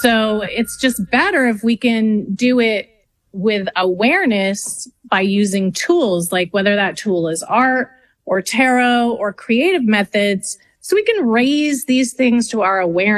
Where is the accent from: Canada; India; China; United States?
Canada; And I'm French Canadian, so it's really funny actually.